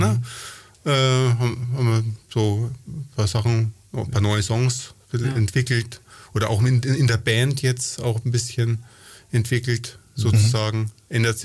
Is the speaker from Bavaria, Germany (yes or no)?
yes; Nuremberg, Bavaria, Germany; born there; moved away; also born or lived in Ingolstadt; Nein, ich bin ein gebürtiger Nürnberger tatsächlich.